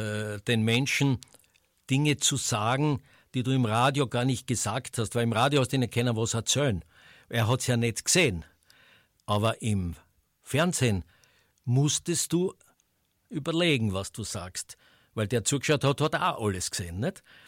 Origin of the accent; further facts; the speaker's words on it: Graz, Styria, Austria; Als erstes habe ich ja Fußball gemacht als Grazer.